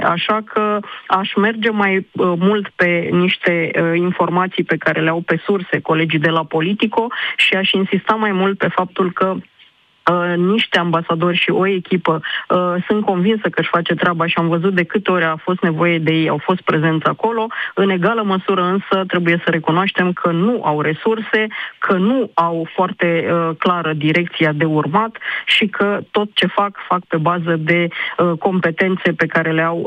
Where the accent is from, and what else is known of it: Romania